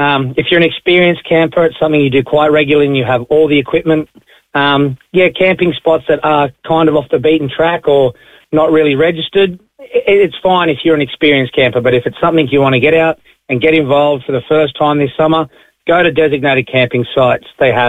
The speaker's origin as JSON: {"language": "English", "country": "Australia", "tie": "born or raised there", "moved": "yes", "lives_now": "Ireland", "said": "I grew up in Australia. There's a lot of outback and a lot of bush there, so you learn the hard way if you get it wrong down under."}